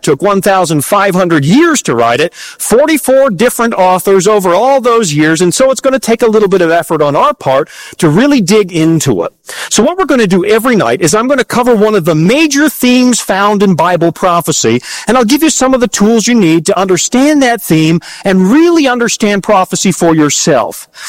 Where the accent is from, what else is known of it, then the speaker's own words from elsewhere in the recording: Canada; now in Minneapolis, United States; Now, I was I was born in Canada, born and raised up near the Yukon border